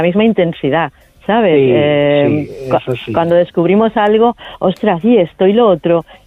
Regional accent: Barcelona, Catalonia, Spain; Y eso que soy de Barcelona.

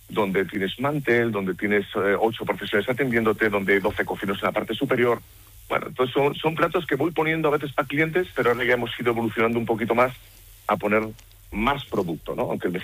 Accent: Cantabria, Spain; moved away as an adult; now in Burgos, Spain; Yo me siento muy burgalés, pero yo soy cántabro de nacimiento, tengo un apellido pasiego de los Valles Pasiegos, mi descendencia viene de la Vega del Paz, de San Pedro Romeral, y Cantabria es la tierra que me vio nacer. Mi adolescencia la pasé en Cantabria

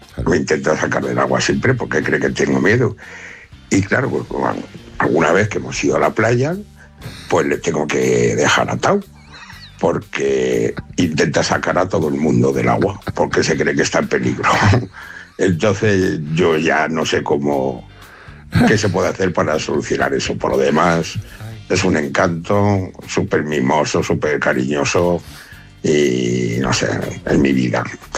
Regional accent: Segovia, Castile and León, Spain; soy de Segovia.

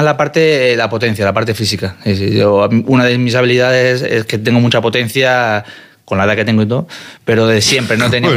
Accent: Málaga, Andalusia, Spain; born or raised there; moved away as an adult

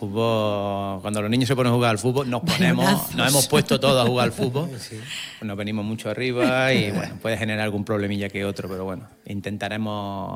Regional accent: a town in Seville province, Andalusia, Spain; moved away as an adult; also born or lived in Granada; now in Almería, Spain; aunque no soy de aquí, soy de Sevilla, de un pueblo de Sevilla, pero bueno, llevo desde el 98 aquí por Almería.

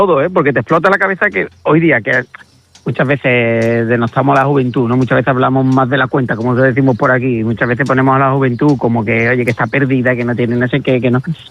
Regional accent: Andalusia, Spain; sobre todo en mi tierra, en todo sitio, cuidado, que cada uno creo que tenemos que contar nuestra historia, ¿no? Y yo creo que Andalucía en aquel momento, y sigue ser muy desconocida por el resto del mundo

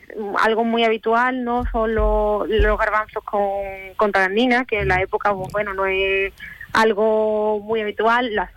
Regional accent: Espera, Andalusia, Spain; no es porque yo sea de aquí y tenga que vender mi pueblo, pero os aseguro que os va a encantar.

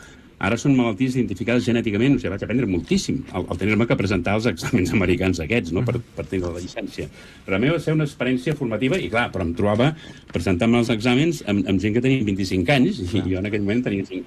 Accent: Sabadell, Catalonia, Spain; Bueno, jo sóc de Sabadell, de Barcelona, català, i a veure, jo... És el meu país, és on m'he creat

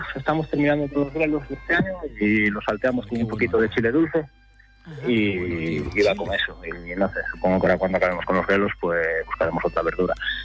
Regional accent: Chantada, Galicia, Spain; Sí, ya nací en Chantada de toda la vida.

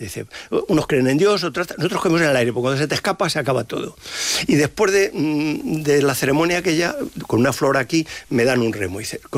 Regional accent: Madrid, Community of Madrid, Spain; now in Salamanca, Spain

